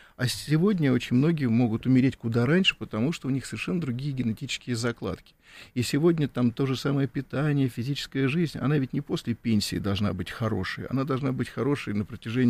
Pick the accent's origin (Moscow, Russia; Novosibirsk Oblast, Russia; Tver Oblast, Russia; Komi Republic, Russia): Moscow, Russia; я же москвич